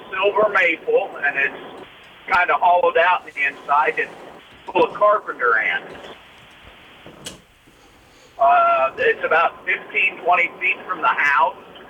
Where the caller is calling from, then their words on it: Marysville, Kansas, United States; Marysville, Kansas.